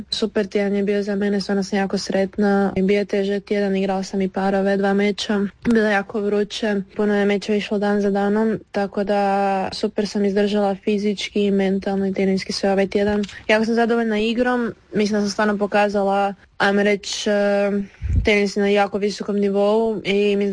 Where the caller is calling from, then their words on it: Paris, Île-de-France, France; javljam se iz Pariza.